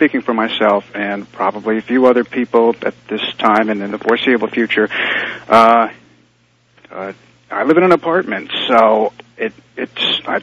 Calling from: Silver Spring, Maryland, United States; I'm Silver Spring, Maryland.

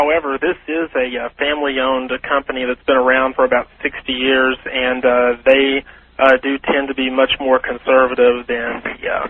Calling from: Longview, Texas, United States; I'm calling from Longview, Texas.

